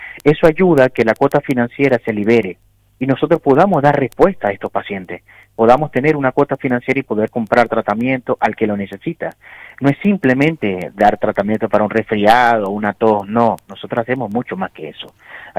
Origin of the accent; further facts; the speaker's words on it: Venezuela; moved away as an adult; also born or lived in Peru; now in Patagonia, Argentina; Soy venezolano.